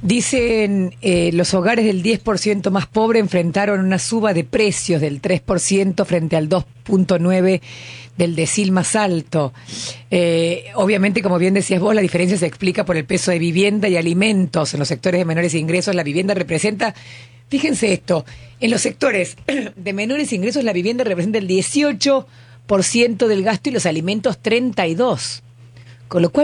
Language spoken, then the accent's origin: Spanish; Córdoba, Argentina; now in Buenos Aires, Argentina; yo, que soy de Córdoba